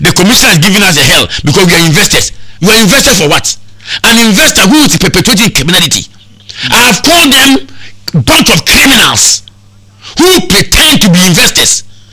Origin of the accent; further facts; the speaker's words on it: Ghana; So we are Ghanaian.